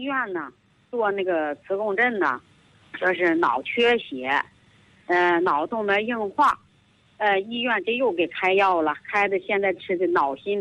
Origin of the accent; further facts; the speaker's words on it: Shijiazhuang, Hebei, China; 啊好，我就是河北的，河北石家庄的，我今年呢68了。